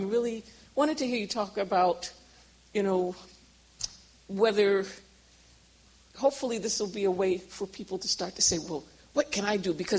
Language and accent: English; New York City, New York, United States; I grew up in New York City in the 70s when we had the oil crisis.